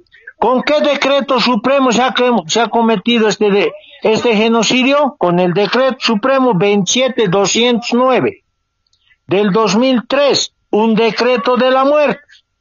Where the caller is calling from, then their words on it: La Paz, Bolivia; Yo soy de La Paz y me he ido al oriente, me ha tocado el oriente.